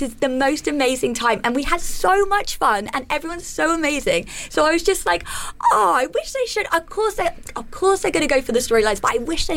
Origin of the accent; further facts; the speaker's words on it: Southend-on-Sea, East of England, United Kingdom; So I'm originally from Southend in Essex.